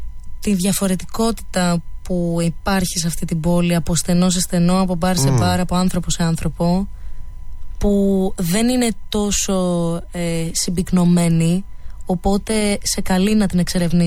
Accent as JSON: {"language": "Greek", "town": "Karystos", "region": "Central Greece", "country": "Greece", "said": "έχει δρομολόγιο από την Κάριστο που είναι το χωριό μου."}